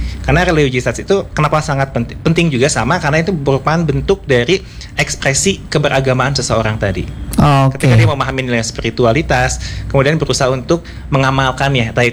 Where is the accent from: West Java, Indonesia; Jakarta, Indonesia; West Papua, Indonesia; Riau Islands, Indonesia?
West Java, Indonesia; Kita lahir sebagai orang Sunda, maka kita wajib untuk mengenal budaya Sunda tadi